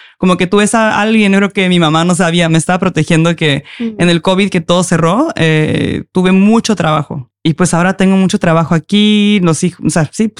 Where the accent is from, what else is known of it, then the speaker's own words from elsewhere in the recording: San Cristóbal de las Casas, Chiapas, Mexico; moved away as an adult; now in Norway; mi papá, que es de Camerún, yo nazco, y cuando tengo menos de 2 años se regresa a México conmigo. Entonces crecí en México con mi mamá, entonces el lugar en el que más he estado, donde pasé toda mi infancia, es en México, en San Cristóbal de las Casas.